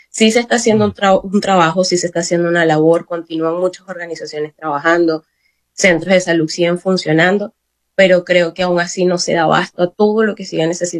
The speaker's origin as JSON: {"language": "Spanish", "town": "Barquisimeto", "region": "Lara", "country": "Venezuela", "said": "como soy de Barquisimeto, mi trabajo como médico no fue estando directamente en los centros de salud de La Guaira."}